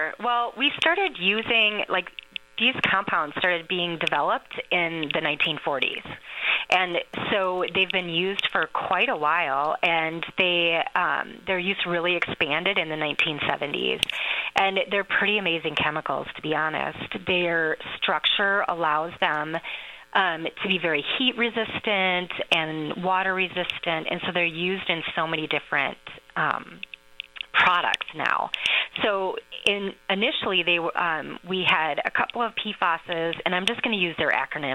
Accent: La Crosse, Wisconsin, United States; moved away; I grew up in La Crosse and moved back when I accepted the position at UW La Crosse, and we moved to French Island.

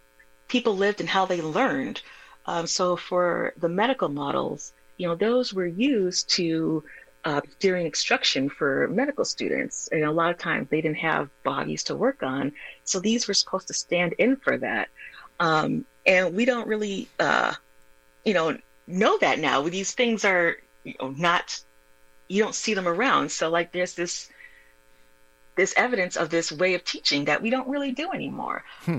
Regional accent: Milwaukee, Wisconsin, United States; I grew up here in Milwaukee, Wisconsin.

